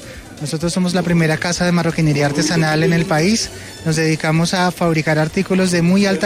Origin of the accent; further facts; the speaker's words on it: Arauca, Colombia; moved away as an adult; now in Bogotá, Colombia; yo soy de Arauca, yo tuve que salir por asuntos del conflicto hace ya algún tiempo. Yo llegué aquí a Bogotá con 200 mil pesos